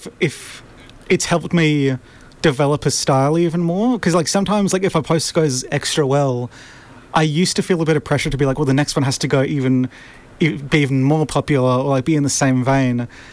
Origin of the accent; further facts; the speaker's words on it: Bundaberg, Queensland, Australia; now in Brisbane, Australia; I'm from Bundaberg, which is like a small town